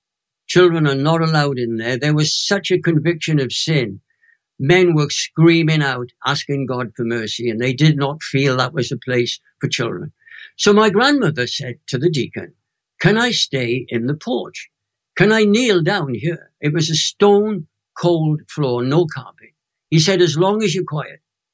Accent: Crosskeys, Wales, United Kingdom; born or raised there

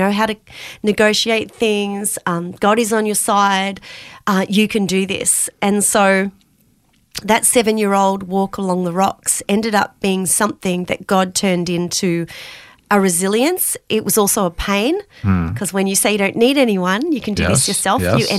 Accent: Romsey, Victoria, Australia; also born or lived in Melbourne; And I grew up in Romsey, which is about an hour out of Melbourne in rural. It was beautiful. And then I went to high school. We came back to Melbourne.

